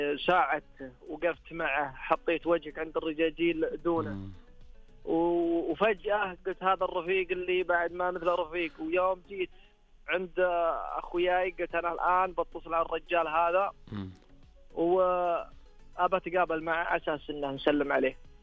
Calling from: Al-Ahsa, Eastern Province, Saudi Arabia; أكلمك المنطقة الشرقية محافظة الأحساء

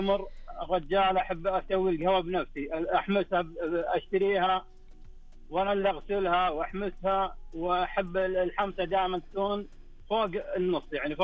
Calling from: Riyadh, Riyadh Province, Saudi Arabia; أنا من الرياض

